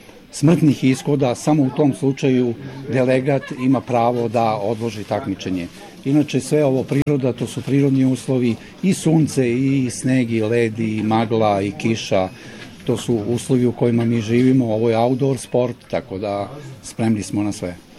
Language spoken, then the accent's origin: Serbian; Smederevska Palanka, Podunavlje District, Serbia; Dolazim iz Smederevske Palanke